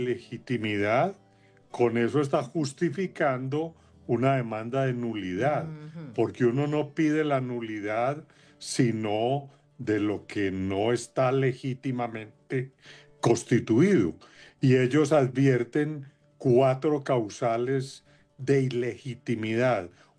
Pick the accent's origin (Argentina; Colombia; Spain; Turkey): Colombia; Y mire usted cómo somos los colombianos los que ya deberíamos haber superado esa discusión